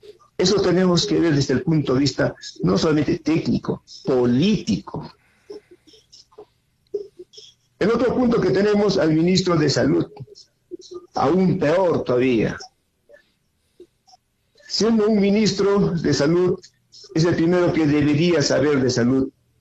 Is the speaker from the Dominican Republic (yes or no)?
no; Peru; porque todos somos peruanos.